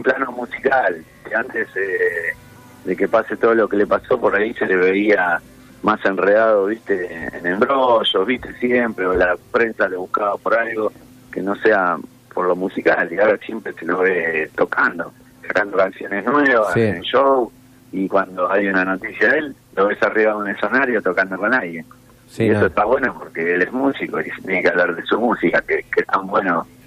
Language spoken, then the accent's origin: Spanish; Buenos Aires, Argentina; Pasa es que somos los tres de Piedrabuena, nosotros somos de un barrio acá de Lugano que se llama sí. Piedrabuena. Yo vivo actualmente, nací acá y sigo viviendo acá